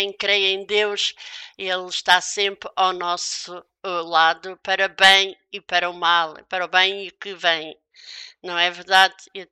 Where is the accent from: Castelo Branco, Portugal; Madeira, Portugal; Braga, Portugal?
Madeira, Portugal; E também para a minha ilha natal, para a minha terra natal, Madeira.